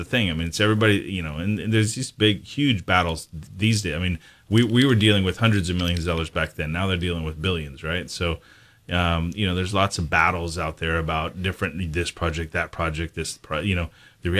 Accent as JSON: {"language": "English", "town": "Houston", "region": "Texas", "country": "United States", "tie": "born or raised there", "moved": "yes", "lives_now": "Corpus Christi, United States", "said": "I remember growing up in Houston"}